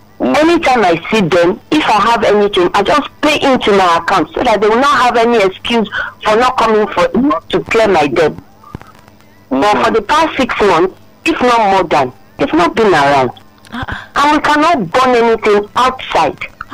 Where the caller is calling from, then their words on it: Lagos, Nigeria; I'm calling from Baja.